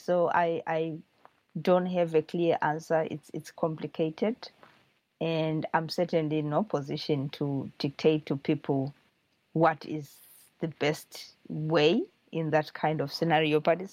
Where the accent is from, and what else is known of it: Zimbabwe; moved away